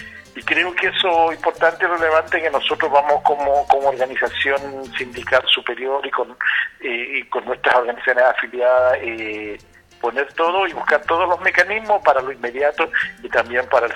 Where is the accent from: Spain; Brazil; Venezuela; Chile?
Chile; Huasco Province, Atacama; la parte sur de la tercera región, que somos nosotros, provincia de Huasco